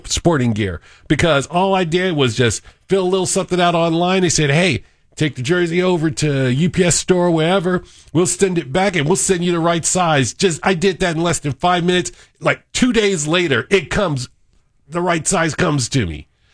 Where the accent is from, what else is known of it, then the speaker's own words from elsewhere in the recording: Los Angeles, California, United States; I am an Angelino, born and raised.